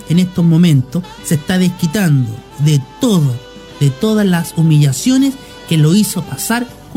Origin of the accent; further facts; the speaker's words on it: Chile; soy chileno y no ando de paso por esta ciudad.